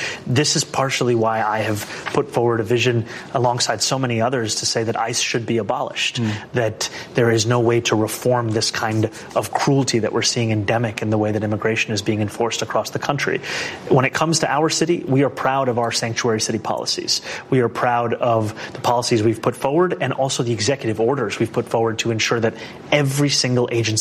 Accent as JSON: {"language": "English", "town": "New York City", "region": "New York", "country": "United States", "said": "I have an advantage in that we are both from New York City, and we share a love of the city"}